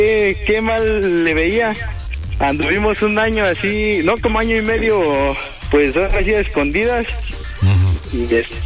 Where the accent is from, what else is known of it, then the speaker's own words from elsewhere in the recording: Hidalgo, Mexico; Ah, pues yo hace como mes y medio fui para allá. Yo soy de Hidalgo, fui para allá.